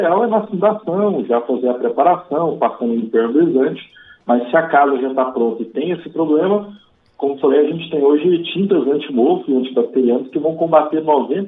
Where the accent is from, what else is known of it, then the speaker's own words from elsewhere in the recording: Goiás, Brazil; Eu sou aqui do estado de Goiás